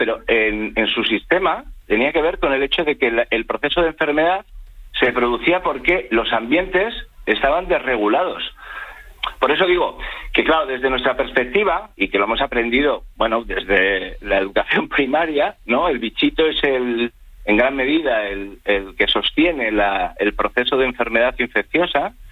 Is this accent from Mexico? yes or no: no; Madrid, Community of Madrid, Spain